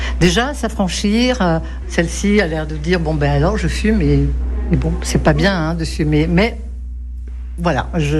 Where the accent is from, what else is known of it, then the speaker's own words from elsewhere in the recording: Bastia, Corsica, France; also born or lived in Africa / Paris; Je suis de Bastia. J'ai tout le temps vécu, en Afrique, à Paris. Donc, je suis une déracinée. Et je suis rentrée en Corse il y a 4 ans, définitivement.